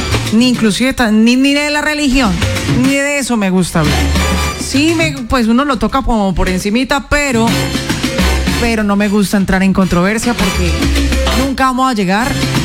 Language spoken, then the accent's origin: Spanish; Colombia; como cualquier ser humano y como cualquier colombiano, le vengo principalmente a decir, mi corazón, vote por quien usted quiera